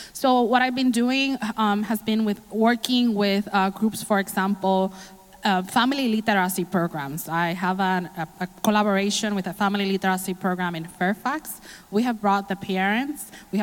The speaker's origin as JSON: {"language": "English", "country": "Puerto Rico", "tie": "born or raised there", "said": "I am from Puerto Rico. I grew up in the countryside of Puerto Rico."}